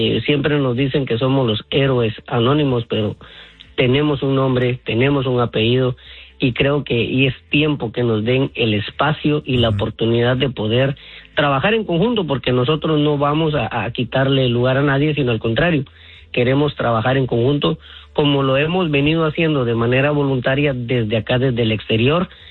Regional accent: Guatemala; moved away; nosotros salimos de Guatemala, pero Guatemala no ha salido de nosotros

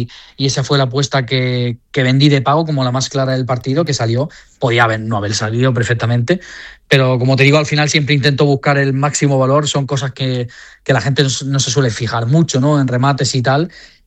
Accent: El Ejido, Andalusia, Spain; also born or lived in Granada; O sea, yo he vivido siempre en el Ejido, toda mi vida, desde los 4 años. Nací en Granada y desde los 4 años estoy viviendo en el Ejido.

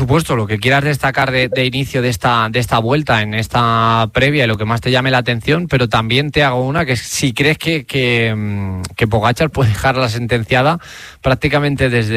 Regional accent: Granada, Andalusia, Spain; para mí es muy especial, evidentemente, verla por mi tierra, verla terminar en la Alhambra, verla terminar en Granada

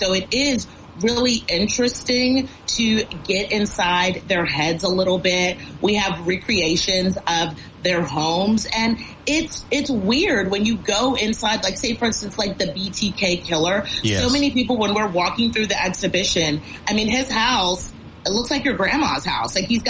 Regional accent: Florida, United States; I'm from Florida, and I know that Ted Bundy, I believe he went to college in Florida.

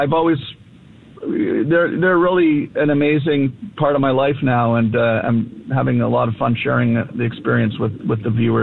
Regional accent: Ottawa, Ontario, Canada; moved away as an adult; also born or lived in Los Angeles; moved back to Canada, and I got a farm in Ontario. I grew up in Ottawa, so not far from Ottawa

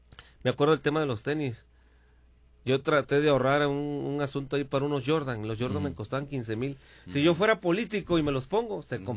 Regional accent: Mexico; como mexicano no puedo traer

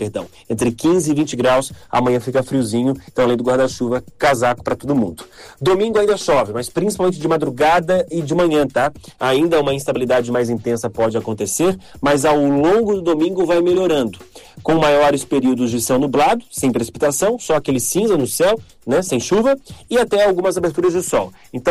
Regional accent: Itajaí, Santa Catarina, Brazil; a região da minha terrinha, Itajaí

